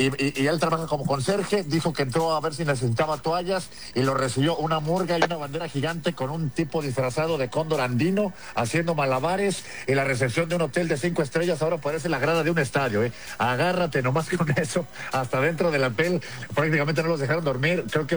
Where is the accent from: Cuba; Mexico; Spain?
Mexico